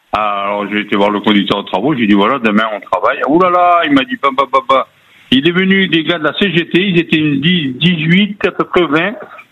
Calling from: Beaucaire, Occitanie, France

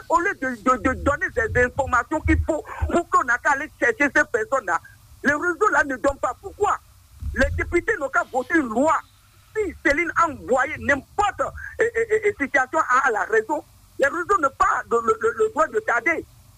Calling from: Benin; Je vous appelle depuis Viguet.

